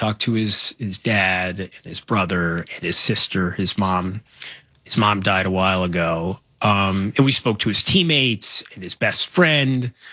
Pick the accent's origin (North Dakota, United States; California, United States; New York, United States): New York, United States; And I'm just one of millions of people who kind of experienced it, not in a truly personal way, but as a New Yorker, as an American.